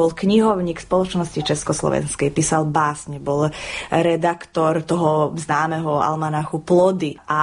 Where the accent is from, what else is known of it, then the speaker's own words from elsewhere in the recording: Janošík, Vojvodina, Serbia; A ukotvil tu, kde sa teraz rozprávame, teda v Rumunsku, medzi Slovakmi v Banáte a pochovaný bol mojej rodnej obci v Janošiku, teda v Srbsku dnešnom.